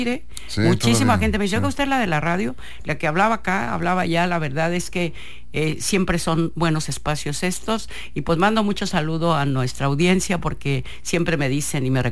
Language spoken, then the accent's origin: Spanish; Sinaloa, Mexico; y apostando a Sinaloa, porque yo lo he dicho. Aquí nací, aquí he crecido y hay un gran amor por mi tierra.